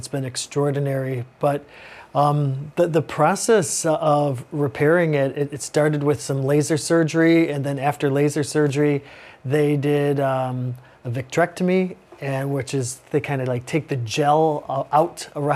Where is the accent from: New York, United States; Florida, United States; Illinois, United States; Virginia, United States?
Illinois, United States; Chicago; I'm from Chicago, yeah. So I had family and friends who attended that particular baseball game